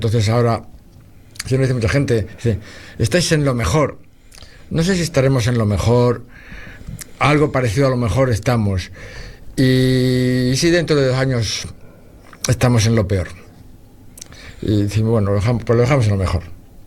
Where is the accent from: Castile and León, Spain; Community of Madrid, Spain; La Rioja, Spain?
Castile and León, Spain; Cardeñosa; en mi pueblo, en Cardeñosa